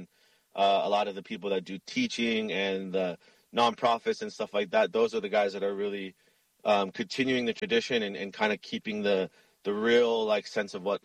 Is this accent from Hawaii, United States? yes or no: yes; Hawaii, United States; for me, being a waterman is just being Hawaiian